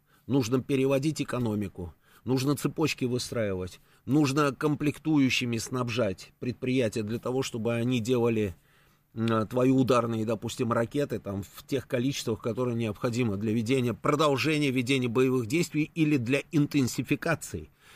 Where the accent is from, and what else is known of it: Moscow, Russia